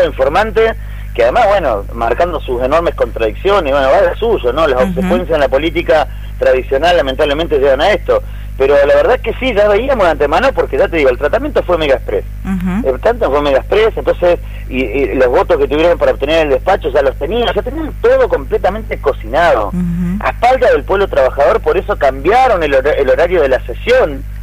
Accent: Cutral Có, Neuquén, Argentina; born there; Yo soy nacido en Cutralcó, yo conozco la comarca

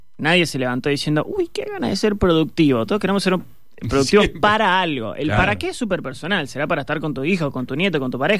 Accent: Jujuy, Argentina

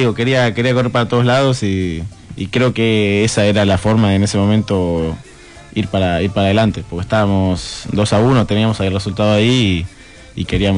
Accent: Lanús, Buenos Aires Province, Argentina; un club donde soy yo, de Lanús Oeste.

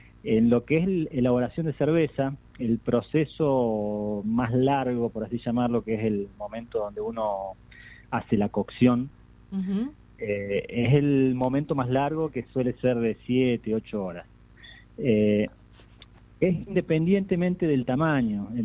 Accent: Ushuaia, Tierra del Fuego, Argentina; moved away as an adult; also born or lived in Córdoba; Yo nací, soy de acá de Ushuaia. En el año 2005 me fui a Córdoba a estudiar.

